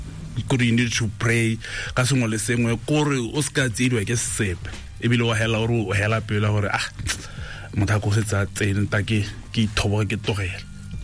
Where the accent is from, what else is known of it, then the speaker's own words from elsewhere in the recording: Kasane, Chobe District, Botswana; I was alone from Kasane.